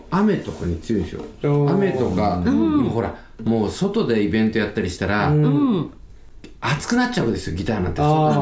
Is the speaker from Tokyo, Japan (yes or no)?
yes; Hino, Tokyo, Japan; born or raised there